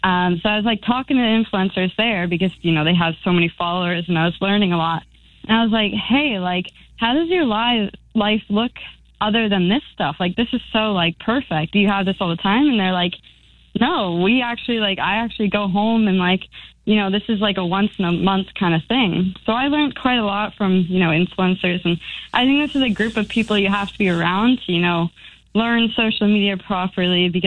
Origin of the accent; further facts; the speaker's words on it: Canada; I'm racing with a Canadian team, and I'm Canadian, and racing in America in a big sports car.